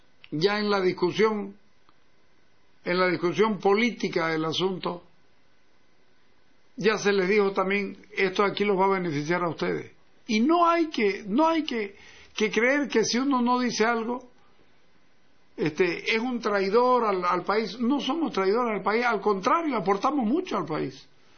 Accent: Santa Cruz, Bolivia; no me estorba ser boliviano, pero soy cruceño. Santa Cruz es mi patria, Bolivia es mi país.

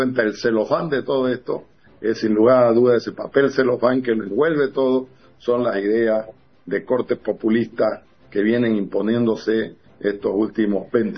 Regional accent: Santa Cruz, Bolivia; nosotros, los cruceños, nosotros los orientales

